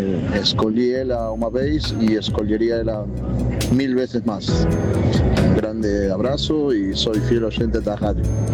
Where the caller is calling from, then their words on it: Uruguay; Sou do Uruguai, motorista.